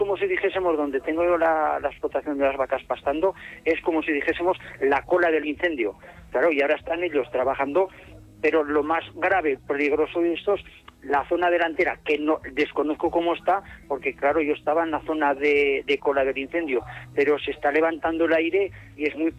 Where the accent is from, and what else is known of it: Luesia, Aragon, Spain